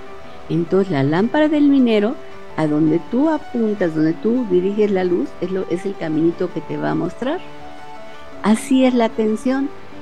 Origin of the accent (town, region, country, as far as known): Mexico